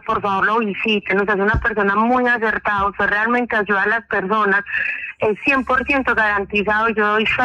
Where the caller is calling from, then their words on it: Gómez Plata, Antioquia, Colombia; Yo estoy acá en Gómez Plata.